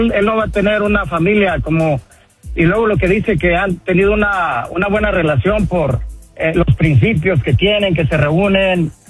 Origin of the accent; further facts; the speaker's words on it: Bejucos, State of Mexico, Mexico; Originario de Bejucos, Estado de México.